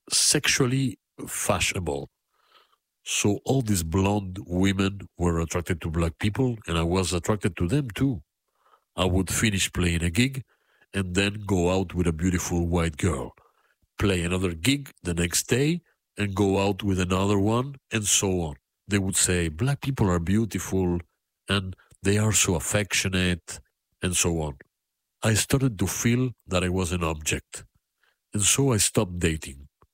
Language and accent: English; Uruguay; English is a second language; So they treated me badly until I told them I was South American, that I came from Uruguay.